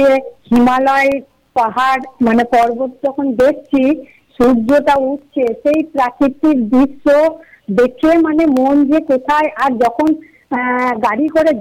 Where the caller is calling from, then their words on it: West Bengal, India; বাড়ির বীরভূম থেকে